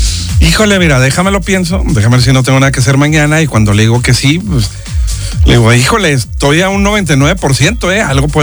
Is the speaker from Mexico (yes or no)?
yes; Mexico